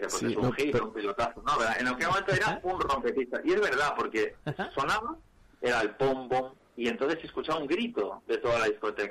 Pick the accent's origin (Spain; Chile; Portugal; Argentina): Spain; Barcelona, Catalonia; soy de Barcelona, pero en el fondo soy del Madrid